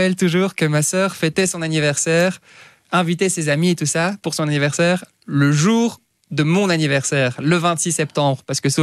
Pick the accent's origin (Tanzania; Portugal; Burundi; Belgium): Belgium; Woluwe-Saint-Pierre, Brussels-Capital Region; Donc je suis un Woluwe Saint-Pétrusien.